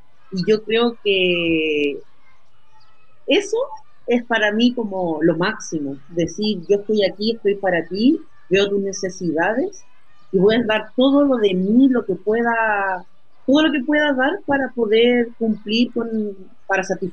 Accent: Viña del Mar, Valparaíso, Chile; moved away as an adult; now in Chañaral, Chile; yo soy de Viña del Mar.

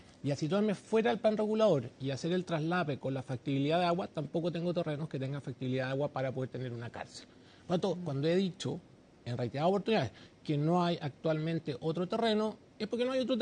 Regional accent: Chile

